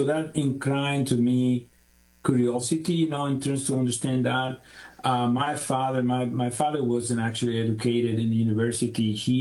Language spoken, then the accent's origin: English; Venezuela; Yeah, the young …, I mean, I grew up in Venezuela. I don't know if you're familiar. Well, nowadays it's in the news, but you know, Venezuela is incredible nature-driven countries.